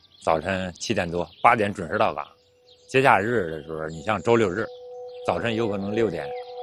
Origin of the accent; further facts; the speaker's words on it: Beijing, China; 因为我们都是土生土长的，就是长城根上长大的